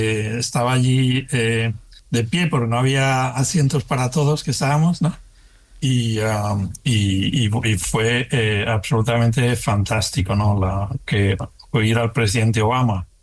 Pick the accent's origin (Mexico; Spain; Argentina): Spain; moved away as an adult; now in United States; Uno de los rasgos quizá que me define, yo soy español de pura cepa y pues eso, buen futbolero y madridista además.